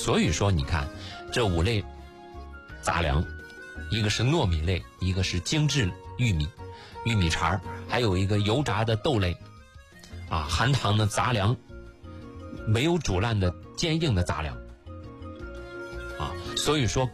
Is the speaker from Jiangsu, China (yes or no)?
yes; Xuzhou, Jiangsu, China; 就是咱们徐州人讲拉嗓子是吧